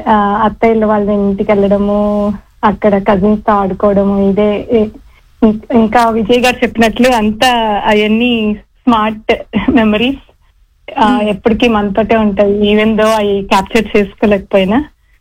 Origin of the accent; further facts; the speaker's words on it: Gudivada, Andhra Pradesh, India; born there; నేను తెలంగాణ నుంచి కాదు, ఆంధ్ర.